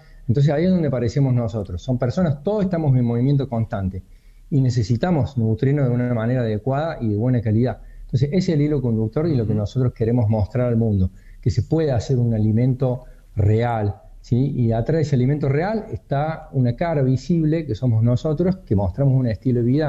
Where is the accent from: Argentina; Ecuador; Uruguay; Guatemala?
Argentina